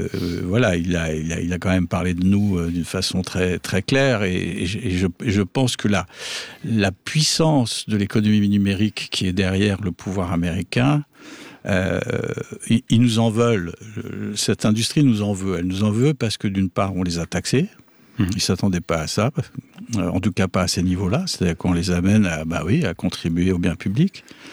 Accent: France; Non, parce que vous savez, je suis français.

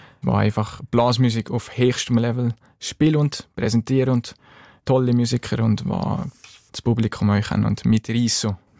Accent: Grächen, Valais, Switzerland; Grächen ist und bleibt meine Heimat, wenn man in den Bergen, so also ein kleiner und schöner Bergdorf aufgewachsen ist.

